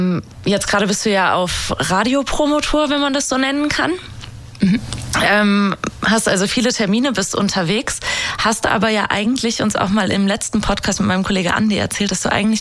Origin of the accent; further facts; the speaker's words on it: Giessen, Hesse, Germany; moved away; Ich komme ja auch aus der Gegend, halt aus Gießen, und es ist wirklich nicht weit